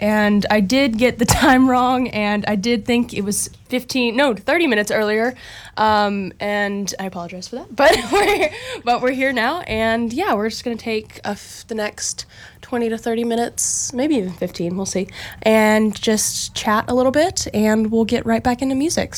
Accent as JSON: {"language": "English", "town": "Harrisonburg", "region": "Virginia", "country": "United States", "tie": "born or raised there", "also_born_or_lived": "Mississippi", "said": "I really liked growing up in Harrisonburg. My parents are both from Mississippi, and I was born in Mississippi, and all my family is from Mississippi"}